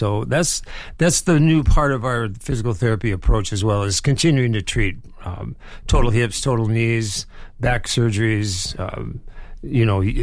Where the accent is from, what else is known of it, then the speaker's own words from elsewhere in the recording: Decorah, Iowa, United States; Yeah, born and raised in Decorah, Les. My family, most of us are still here.